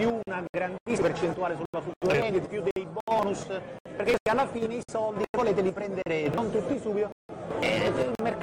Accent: Apulia, Italy; spero per sono pugliese e quindi simpatizzo Lecce

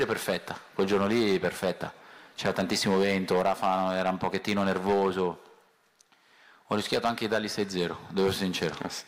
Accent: Sanremo, Liguria, Italy; born there; io sono nato a Sanremo, mi sono allenato parecchi anni lì

